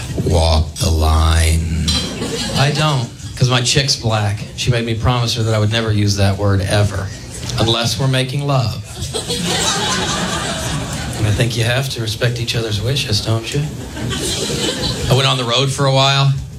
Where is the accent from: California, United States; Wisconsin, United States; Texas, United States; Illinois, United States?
Texas, United States; I grew up in Texas, outside of Houston. We had the real rednecks there.